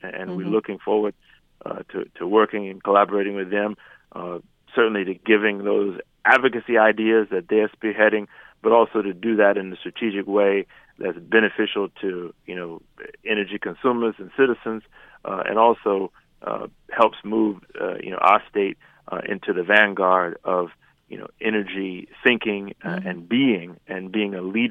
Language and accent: English; Detroit, Michigan, United States; in the great city of Detroit, my hometown, and around the country and around the world.